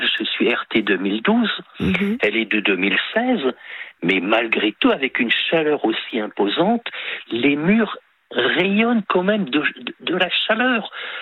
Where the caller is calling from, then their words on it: Occitanie, France; j'habite un petit village au nord de Narbonne.